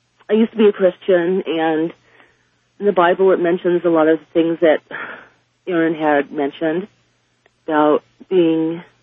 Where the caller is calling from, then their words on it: Pendleton, Oregon, United States; I'm calling from Pendleton, Oregon.